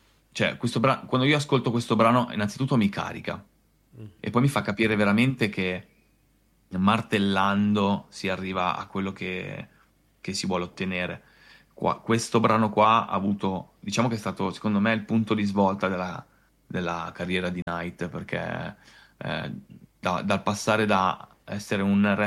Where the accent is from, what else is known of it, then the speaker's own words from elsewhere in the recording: Milan, Lombardy, Italy; Anche se, ti dirò, da milanese, con papà napoletano, mamma comasca, io il pezzettino di cuore l'ho lasciato in Sardegna.